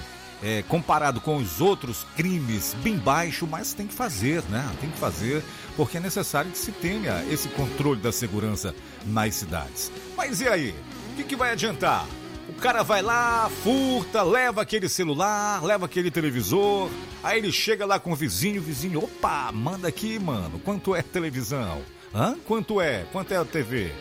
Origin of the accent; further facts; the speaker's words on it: Alenquer, Pará, Brazil; cumprimentando todos os nossos novos e velhos amigos da minha querida terrinha Alenquer